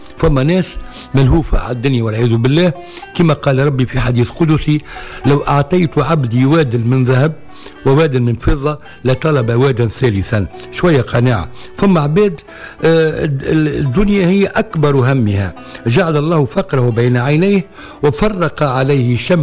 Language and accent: Arabic; Tunisia; وربي يحفظ بلادنا تونس الحبيبة الغالية